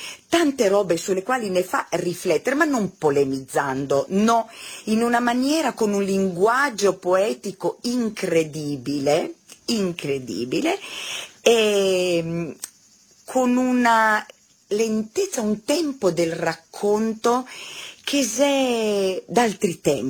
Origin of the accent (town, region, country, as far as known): Pula, Istria County, Croatia